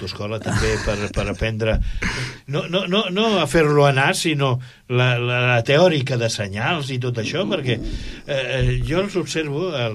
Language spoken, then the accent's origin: Catalan; Barcelona, Catalonia, Spain; moved away as an adult; now in Tordera, Spain; 8 anys, potser que estic aquí a Tordera, però, esclar, jo sóc de Barcelona.